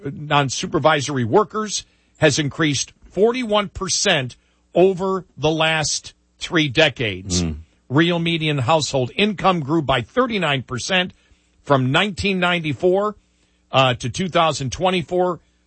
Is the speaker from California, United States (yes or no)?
no; Buffalo, New York, United States; that's the weirdest thing growing up in Buffalo, that I, somebody who grew up in Buffalo, where the temperature probably now is 75 degrees